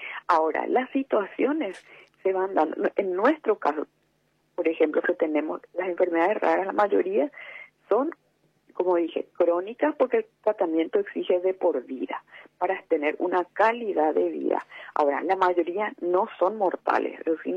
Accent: Paraguay; Pero nosotros somos tan paraguayos como el resto, ¿verdad?

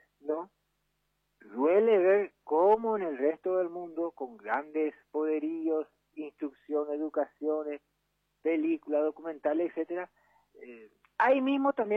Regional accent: Paraguay; Yo, como paraguayo

